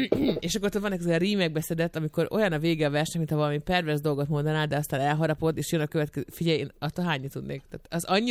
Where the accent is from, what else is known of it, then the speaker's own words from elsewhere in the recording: Hungary; mi magyarok vagyunk